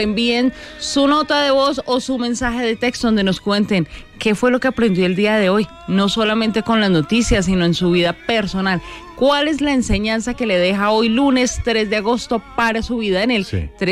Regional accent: Bogotá, Bogotá Capital District, Colombia; como colombianos y como bogotanos

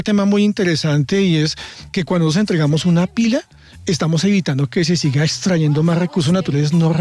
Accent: Colombia

